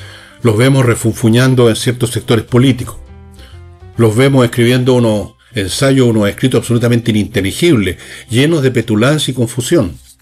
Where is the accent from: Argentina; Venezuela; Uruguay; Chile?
Chile; Estamos en Chile nomás, po. Estamos en Chile